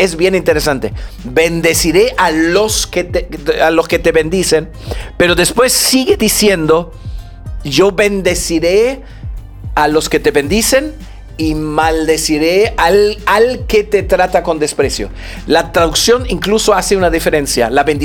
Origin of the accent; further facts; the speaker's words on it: Germany; now in Peru; Yo no soy alemán.